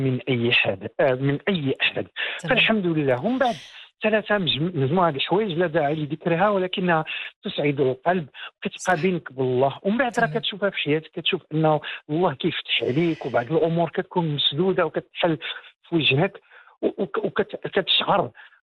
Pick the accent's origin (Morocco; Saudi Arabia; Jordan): Morocco; Rabat, Rabat-Salé-Kénitra; انا ابن الرباط